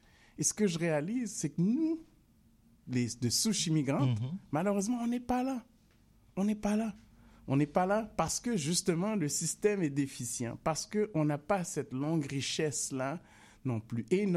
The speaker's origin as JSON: {"language": "French", "country": "Haiti", "tie": "born there", "said": "Parce qu'imaginez, moi, je suis né en Haïti."}